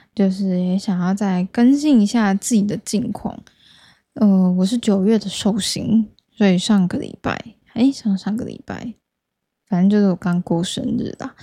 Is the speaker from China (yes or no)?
no; Taichung, Taiwan; also born or lived in Taipei; 那主要就是我从这个台北搬回我自己的家乡台中。